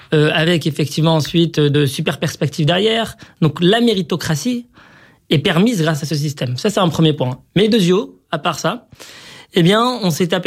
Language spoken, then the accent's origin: French; Morocco; moved away as an adult; now in France; Moi, à titre perso, effectivement, j'ai grandi au Maroc, j'ai ensuite émigré en France, il y a de cela maintenant près de 15 ans.